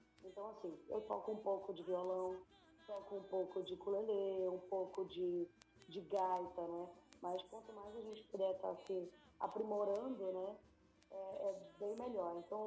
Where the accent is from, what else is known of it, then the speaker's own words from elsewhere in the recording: Amapá, Brazil; Eu sou do estado do Amapá, que é vizinho do estado do Pará.